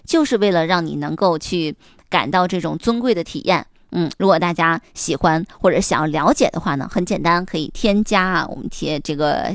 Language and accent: Chinese; Northeast China, China; 我是觉得这就是我们东北人讲的所谓什么呢，就是做一家企业它是有人情味儿的